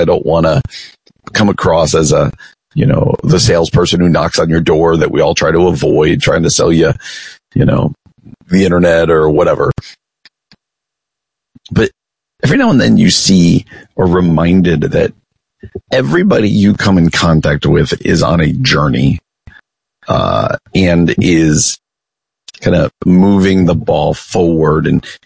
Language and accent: English; New Jersey, United States; I grew up in New Jersey. And one of the things I miss most about New Jersey is access to the ocean.